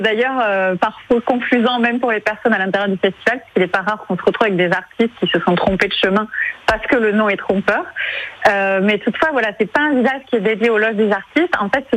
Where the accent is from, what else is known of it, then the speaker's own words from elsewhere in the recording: South-West France, France; moi, je suis pas franc-comtoise, ça s'entendra peut-être au fil de notre conversation. Et moi, j'habite Toulouse, je viens du sud-ouest de la France, et j'y vis encore aujourd'hui.